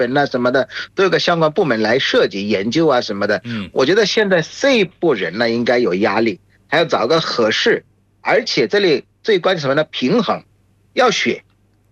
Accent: Bangladesh; Chinese is a second language

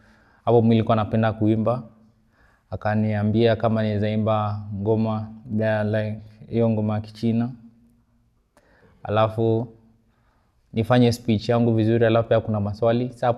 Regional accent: Nairobi, Kenya; mi ni kijana nimelelewa Kibera. Nimelelewa huko, hapo ndo, unaona, unakuwa exposed to hii nini ya 5-star.

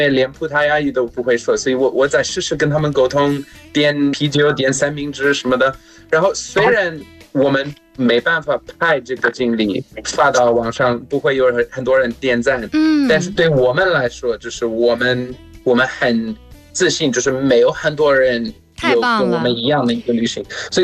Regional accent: South Africa; Chinese is a second language

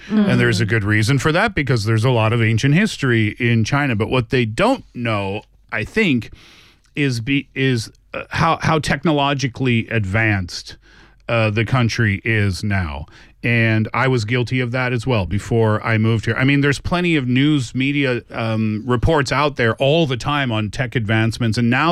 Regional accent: Canada; Yeah, well, but listen, I'm from Canada. People think we live in igloos.

